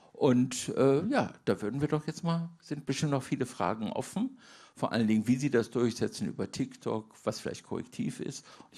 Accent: Düsseldorf, North Rhine-Westphalia, Germany; Ich komme aus Düsseldorf

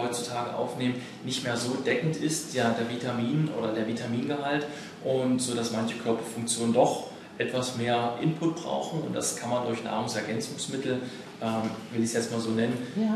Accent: Halle, Saxony-Anhalt, Germany; Ich komme aus Halle und Halle hat in dem Umkreis geschaut, was ist so eine halbe Stunde bis 40 Minuten von meinem Wohnort entfernt.

